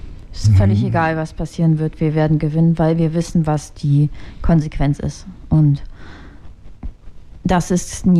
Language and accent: German; Ukraine; Im Übrigen fahre ich regelmäßig hin in die Ukraine, in meine Heimatstadt.